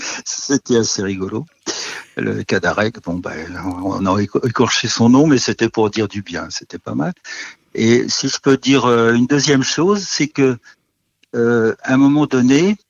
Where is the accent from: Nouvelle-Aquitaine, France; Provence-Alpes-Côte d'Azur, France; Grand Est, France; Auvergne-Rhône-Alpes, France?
Nouvelle-Aquitaine, France; Moi je suis plutôt du Poitou-Charentes je suis un petit peu au sud, il n'y a pas encore les palmiers par rapport à chez vous